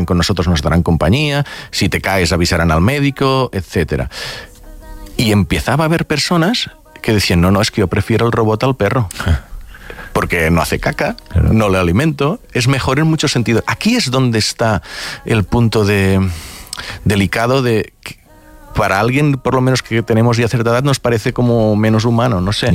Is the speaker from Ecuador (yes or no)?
no; Catalonia, Spain; mira que soy del Delta del Ebre, hay mosquitos, sí.